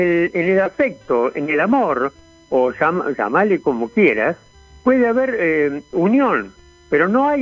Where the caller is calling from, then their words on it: Tigre, Buenos Aires Province, Argentina; soy de Tigre.